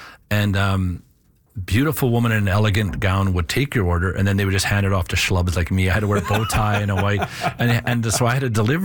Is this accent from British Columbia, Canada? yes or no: no; Fort Vermilion, Alberta, Canada; Well, I grew up in Northern Alberta.